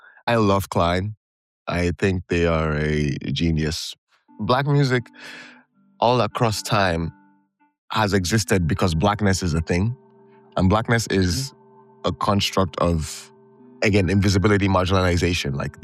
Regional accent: Nigeria; I grew up in Nigeria. I speak the language, I live and breathe as it's, but I am also outside from them now.

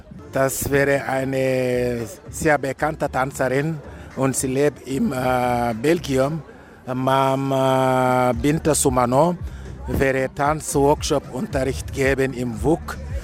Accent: Casamance, Senegal; German is a second language; moved away as an adult; now in Vienna, Austria; Casamas ist im Senegal, im Süd vom Senegal, und ich komme aus Casamas

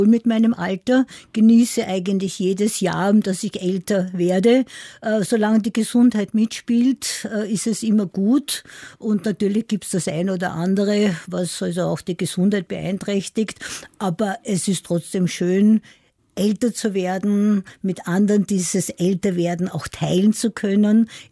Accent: Vienna, Austria; Ich bin in der Haberlgasse aufgewachsen.

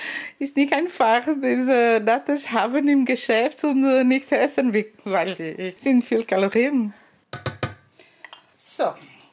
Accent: Portugal; German is a second language; moved away; in Portugal, unsere Nachspeise sind immer mit viel, viel, viel Eigelb.

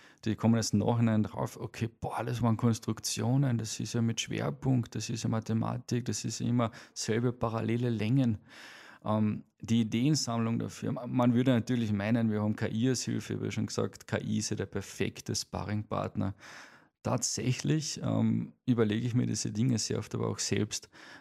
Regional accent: Carinthia, Austria; born there; also born or lived in Villach / Faaker See; Wir sind in der Zwischenzeit zu unserem Bauernhof ins Geiltal heimgezogen. Das war die beste Kindheit meines Lebens, war der Bauernhof. Und dann hat mein Vater nochmal ein Haus gebaut in Wernberg und da haben wir noch eine restliche Jugend verbracht.

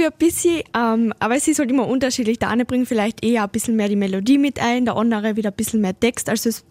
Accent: Carinthia, Austria; wir kommen ja aus dem Lofendal.

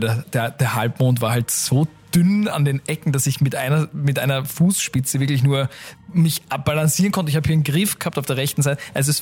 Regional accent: Austria; ich bin Österreicher, ich repräsentiere sehr gern mein eigenes Land.

